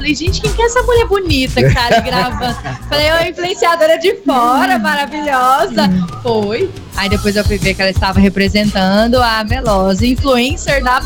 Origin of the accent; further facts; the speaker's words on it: Niquelândia, Goiás, Brazil; moved away; E sou de Niquelândia, Goiás, mas hoje eu tenho liberdade geográfica.